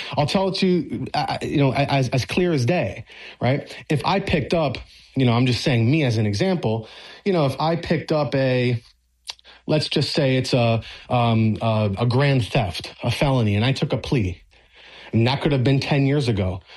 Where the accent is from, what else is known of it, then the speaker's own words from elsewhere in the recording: Miami, Florida, United States; So I'm born and raised in Miami. I'm a Dolphins fan.